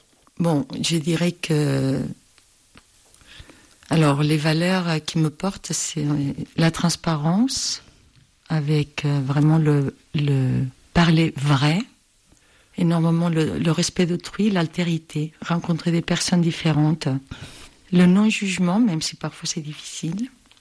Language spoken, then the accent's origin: French; Barcelona, Catalonia, Spain; French is a second language; moved away as an adult; also born or lived in Canada; now in Dijon, France; je suis originaire de Barcelone, mais je me sens également très française et très dijonnaise.